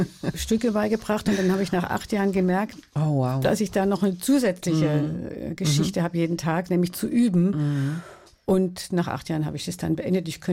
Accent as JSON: {"language": "German", "region": "Baden-Württemberg", "country": "Germany", "tie": "born or raised there"}